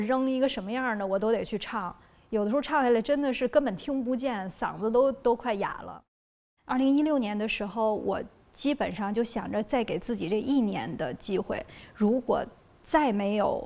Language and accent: Chinese; Beijing, China; 我作为一个北京人